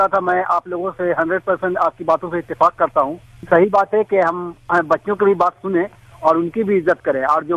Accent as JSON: {"language": "Hindi", "region": "Bihar", "country": "India", "lives_now": "Faridabad, India", "said": "मैं बिहार का रहने वाला हूँ, यहाँ फरीदाबाद हरियाणा में जॉब करता हूँ।"}